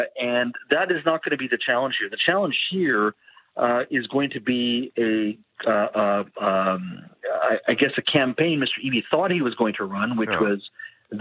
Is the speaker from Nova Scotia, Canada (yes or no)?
no; Williams Lake, British Columbia, Canada; from the interior, from a small town of Williams Lake, my hometown in the Cariboo